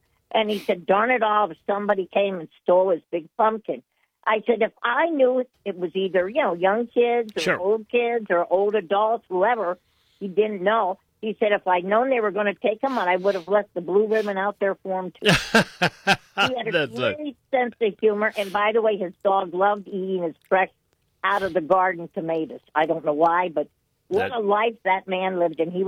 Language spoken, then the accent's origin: English; Williamsport, Pennsylvania, United States; I grew up in Williamsport, PA, so I've been here 50-some years.